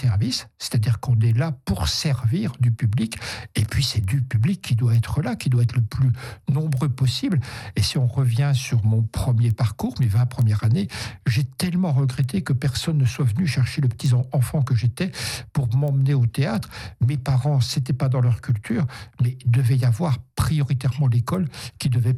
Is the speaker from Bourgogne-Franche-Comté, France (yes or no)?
yes; Vesoul, Bourgogne-Franche-Comté, France; l'opportunité de revenir sur un poste plus conséquent, sur Vesoul, un peu plus dans la région, qui était ma région d'origine.